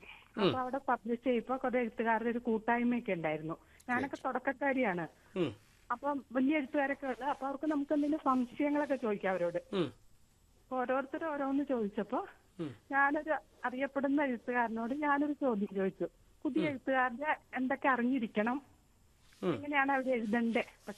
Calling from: Thuravoor, Kerala, India; തുറവൂരിൽ നിന്നാണ് വിളിക്കുന്നത്.

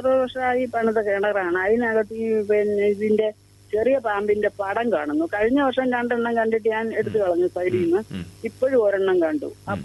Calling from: Ettumanoor, Kerala, India; ഏറ്റുമാനൂരിൽ നിന്നാണ് വിളിക്കുന്നത്.

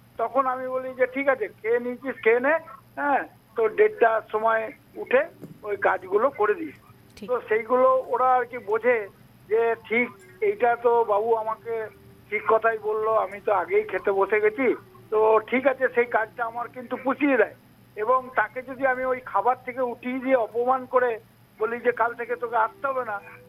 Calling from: Purba Bardhaman district, West Bengal, India; আমি পশ্চিমবঙ্গের পূর্ব বর্ধমান জেলার ভূতপুর থেকে

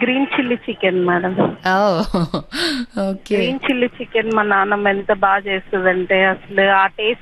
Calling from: Hyderabad, Telangana, India; నేను హైదరాబాద్ నుండి మాట్లాడుతున్నాను.

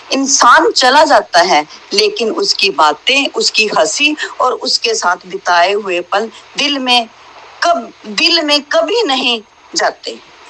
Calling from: Haryana, India; ਇਹ ਤਾਂ ਹੋ ਗਈ ਹਿੰਦੀ ਭਾਸ਼ਾ ਸਾਡੀ, ਜਿਹੜੀ ਮੈਂ ਹਰਿਆਣੇ ਤੋਂ ਹਾਂ। ਹੁਣ ਆ ਗਈ ਸਾਡੀ ਪੰਜਾਬੀ ਭਾਸ਼ਾ। ਪਹਿਲੇ ਤਾਂ ਅਸੀਂ ਪੰਜਾਬੀ, ਦੂਜਾ ਸਾਡਾ ਸ਼ਹਿਰ ਪੰਜਾਬੀ

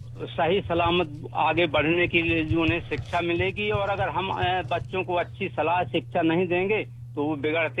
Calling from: Kalpa, Madhya Pradesh, India; हिंदुस्तानी कलाकार यूट्यूब ग्राम कल्पा जिला सतना से

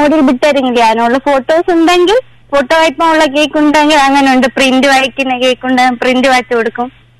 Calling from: Agatti, Lakshadweep, India

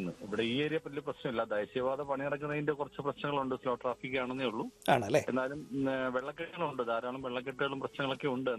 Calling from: Cherthala, Kerala, India; ഞാൻ ചേർത്തലയിൽ നിന്നാണ്.

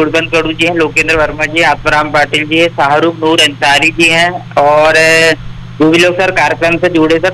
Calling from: Chhindwara, Madhya Pradesh, India; Sir मैं छिंदवाड़ा मध्य प्रदेश से … बात कर रहा हूँ सर।

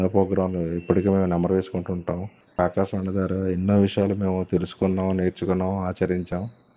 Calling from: Visakhapatnam, Andhra Pradesh, India; నేను విశాఖపట్నంలో ఉంటాను.

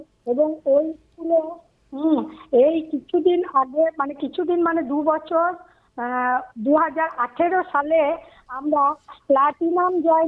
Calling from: Bahiri, West Bengal, India; আমাদের গ্রাম হচ্ছে বোলপুর থেকে 5 কিলোমিটার দূরে, বাহিরি বলে

